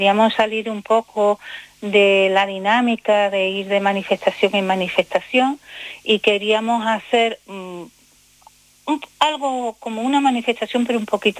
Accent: Tenerife, Canary Islands, Spain; las mujeres que pertenecemos a este Tagoror y que somos de Tenerife

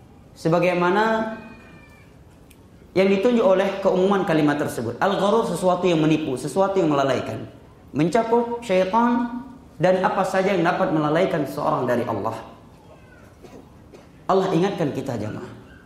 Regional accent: Pidie Jaya, Aceh, Indonesia; Ya, di daerah saya terjadi sepertiga akhir malam sebelum waktu subuh di Pidijaya.

